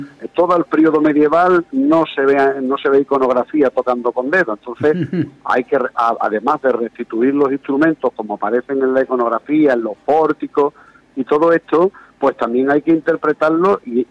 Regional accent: Andalusia, Spain; Empecé a tocar flamenco, soy de Andalucía, de la parte sur de España

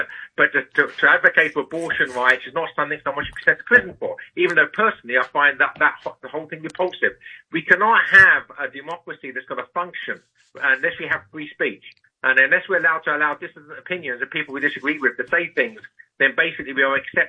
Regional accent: England, United Kingdom; I was sentenced to prison for editing a magazine in England, my native land, as you can tell from my accent.

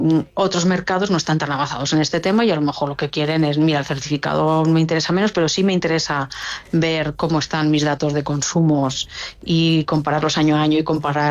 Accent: Requena, Valencian Community, Spain; De Requena de toda la vida.

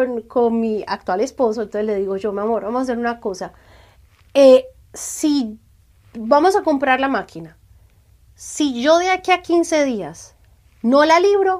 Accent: Colombia; Otra colombiana, exacto.

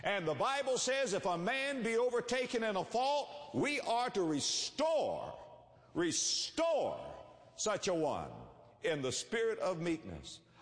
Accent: West Palm Beach, Florida, United States; I was raised in West Palm Beach, Florida.

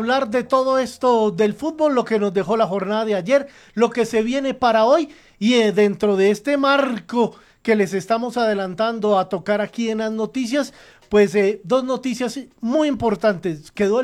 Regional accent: Colombia; Creo que son los que se llevan los focos para nosotros como colombianos

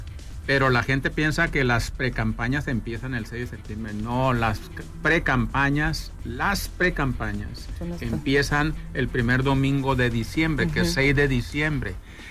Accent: Mexico; lo que no hacemos nosotros como mexicanos

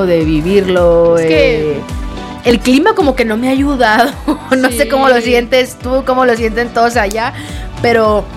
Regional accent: Hermosillo, Sonora, Mexico; Entonces, ¿tú crees que como yo soy de Hermosillo y en Hermosillo siempre hay sol, yo siempre estoy de buenas?

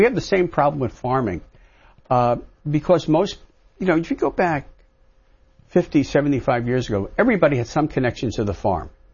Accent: Elmont, New York, United States; I grew up in Elmont, went to Sewanaka High School.

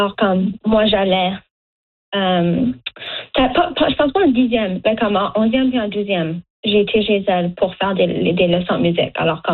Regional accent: Dartmouth, Nova Scotia, Canada; même si je viens pas de Chétiquan, je viens de Chétiquan, mais je viens de Dartmouth

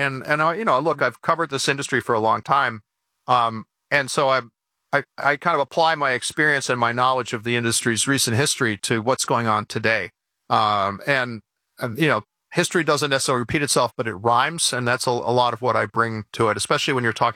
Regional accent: Callicoon, New York, United States; people moved out of New York City 2.5 hours to Calicoon, New York, where I grew up, and found homes in the farmlands

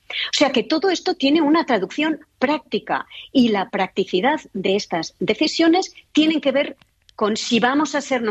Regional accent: Spain; en mi país, España

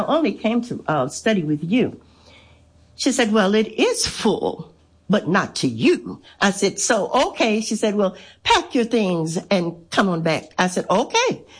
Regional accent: Louisiana, United States; also born or lived in Texas; I was raised in Louisiana, but all of my accolades, everything, all of my, you know, the things that really mattered actually was in Texas.

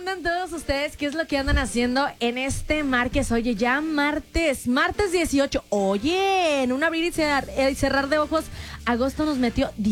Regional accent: Mexico

